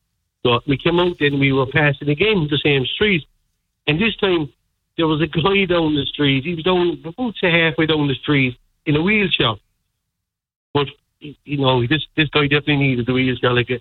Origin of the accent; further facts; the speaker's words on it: Fermoy, Munster, Ireland; We're from Fomoy.